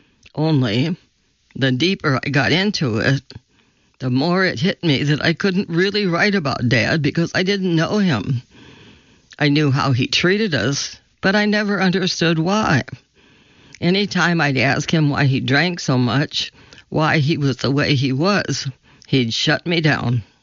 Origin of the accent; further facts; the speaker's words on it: Nashville, Tennessee, United States; born there; I was born in Nashville, the younger of two kids.